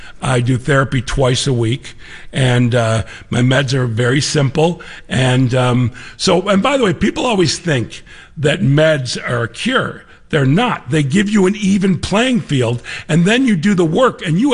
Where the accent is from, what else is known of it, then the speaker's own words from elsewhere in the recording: Chicago, Illinois, United States; now in Los Angeles, United States; I'm a Chicagoan, very proud.